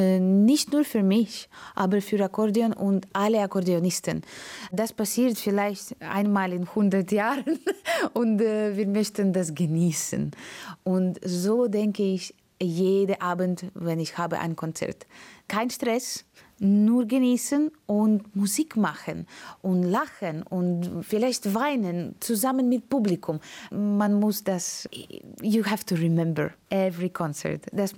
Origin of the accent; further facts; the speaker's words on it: Latvia; German is a second language; now in Germany; Oh, ich fühle mich wie zu Hause. Ich komme aus Lettland. Also das Wetter ist dasselbe.